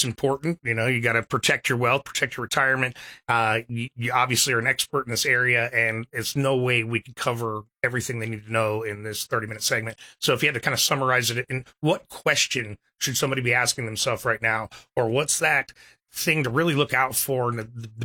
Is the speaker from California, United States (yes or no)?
no; Brooksville, Florida, United States; I come from Brooksville. It is actually a growing great town. Yeah, love it there.